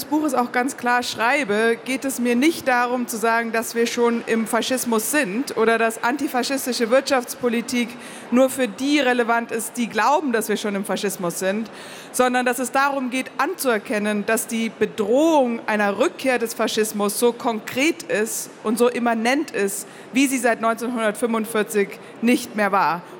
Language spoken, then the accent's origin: German; Nuremberg, Bavaria, Germany; Ich bin in Nürnberg aufgewachsen